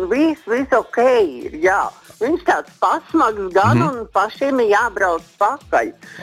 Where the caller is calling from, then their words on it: Ventspils Municipality, Latvia; Esmu no Ventspils novada.